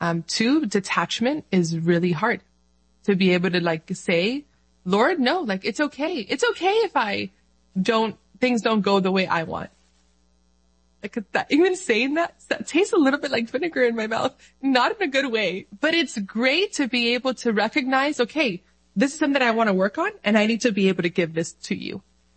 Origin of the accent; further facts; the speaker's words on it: Dominican Republic; I'm Dominican from the Dominican Republic. But I'm also Arabic.